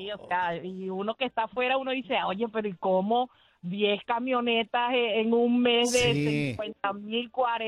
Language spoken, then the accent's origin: Spanish; Venezuela; Sí, de Venezuela. No sé si estás al tanto que ahí les metieron el ojo a un poco de riferos en Venezuela.